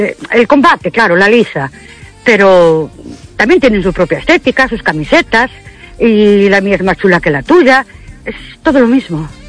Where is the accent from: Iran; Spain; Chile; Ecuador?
Spain; Ourense, Galicia; Buenas noches … de Ourense.